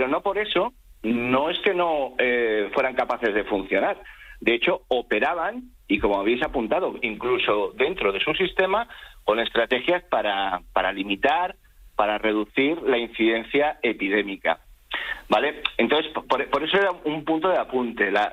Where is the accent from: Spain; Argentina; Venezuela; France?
Spain; Madrid, Community of Madrid; yo como madrileño lo digo